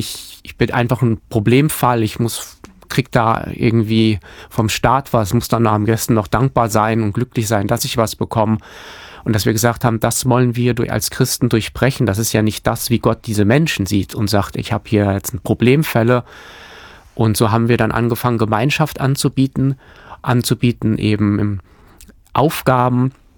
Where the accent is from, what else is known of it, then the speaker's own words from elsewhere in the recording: Hamburg, Germany; ich bin ja selber Hamburger